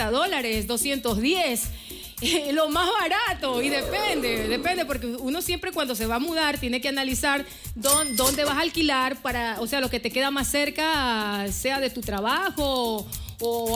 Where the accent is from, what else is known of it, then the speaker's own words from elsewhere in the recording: Ecuador; estamos dolarizados desde el año 2000